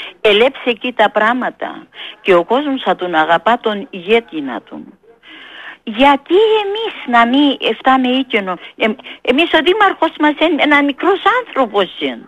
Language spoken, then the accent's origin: Greek; Filothei, Greece; Από τη Φιλοθέη είμαι.